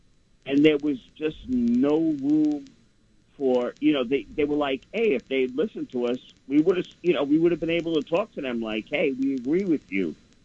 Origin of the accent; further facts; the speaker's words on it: Ireland; You know, I'm an Irishman, you know.